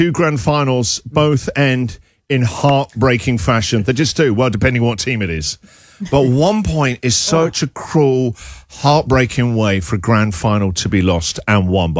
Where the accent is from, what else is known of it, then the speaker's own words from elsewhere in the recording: England, United Kingdom; Just because I'm English.